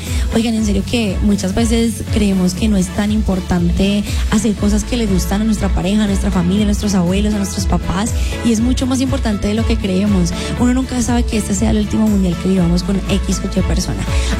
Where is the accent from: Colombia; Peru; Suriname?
Colombia; esa energía tan bonita que nos une como colombianos